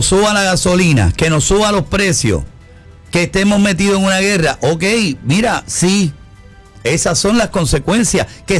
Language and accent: Spanish; United States; nosotros, por ejemplo, que somos americanos